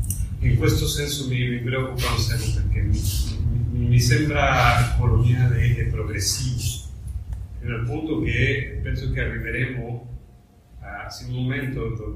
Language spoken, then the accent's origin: Italian; Mexico; Italian is a second language; Io vengo dal Messico e lì la realtà, diciamo, nordamericana degli Stati Uniti è molto presente nel senso della salute mentale